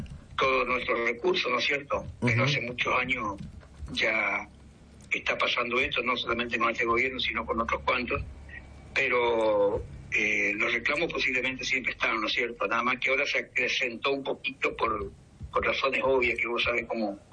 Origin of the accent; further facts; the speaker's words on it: Argentina; estoy hablando como combatiente y como como argentino.